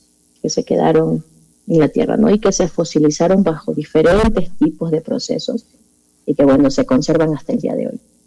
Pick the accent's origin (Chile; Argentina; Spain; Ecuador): Ecuador; Nosotros como ecuatorianos